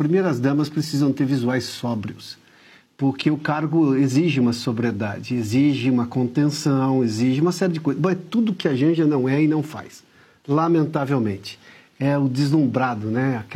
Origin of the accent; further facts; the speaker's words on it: São Paulo, Brazil; moved away; lá no interior de São Paulo, de onde eu venho, no meio da década de 80